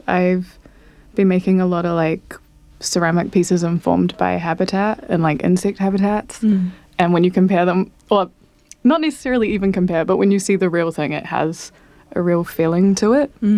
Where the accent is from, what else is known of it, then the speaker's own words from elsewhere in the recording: Dunedin, Otago, New Zealand; now in Auckland, New Zealand; I'm from Otipoti